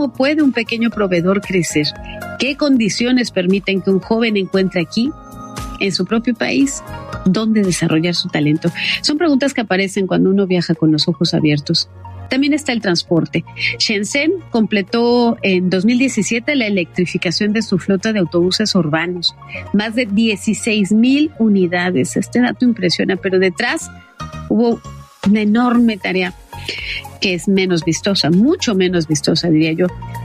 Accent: Mexico

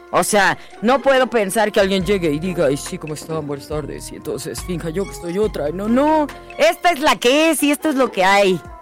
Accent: Jalisco, Mexico; moved away; allá en mi pueblo, Jalisco

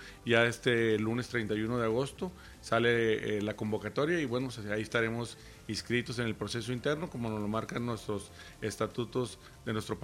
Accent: Guadalupe, Nuevo León, Mexico; born there; Bueno, yo nací en Guadalupe, mi acta de nacimiento dice nacido en Guadalupe. Vivo en Guadalupe y quiero seguir viviendo en Guadalupe

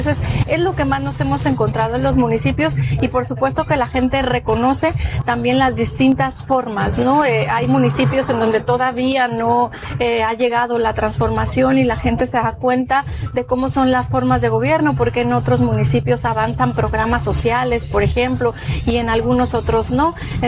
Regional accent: Mexico; somos seres humanos, somos mexicanos

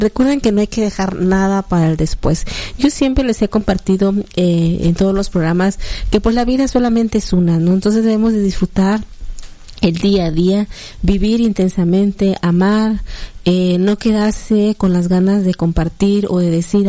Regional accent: Mexico; como buenos mexicanos estamos pendientes de todo lo que acontece

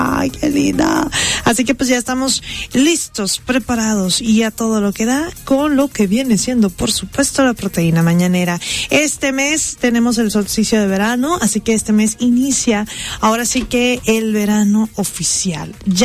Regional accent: Mexicali, Baja California, Mexico; born there; yo nací en agosto, y en Mexicali, donde ya el calor sí es bueno

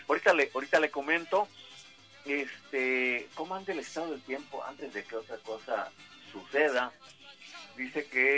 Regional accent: Mexico; orgullosos estamos de nuestras raíces musicales que tiene nuestro país

